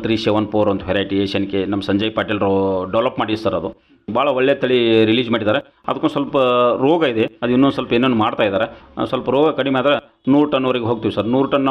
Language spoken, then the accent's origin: Kannada; Bijapur, Bagalkot, Karnataka, India; ನಾವು ಬಿಜಾಪುರ ಬಾಗಲಕೋಟೆ ರೈತರು